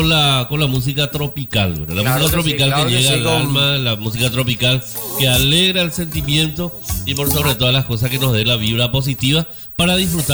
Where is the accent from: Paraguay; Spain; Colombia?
Paraguay; El sombrero pirí que es, nos identifica como paraguayos